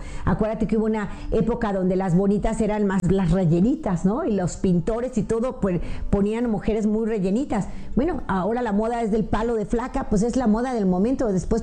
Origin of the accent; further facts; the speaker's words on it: Mexico; Yo recuerdo mucho, no sé si sabes la historia, en mi país, México, cuando empezó a verse la televisión